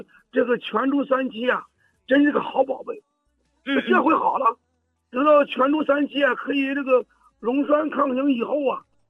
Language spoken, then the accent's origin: Chinese; Liaoning, China; 我跟您说吧，我是辽宁的，